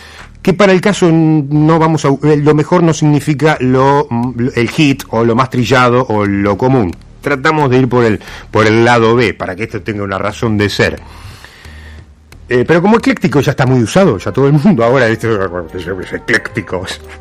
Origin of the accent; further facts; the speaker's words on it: Santa Fe, Argentina; somos santafesinos. Somos santafesinos. Así que estamos en Santa Fe.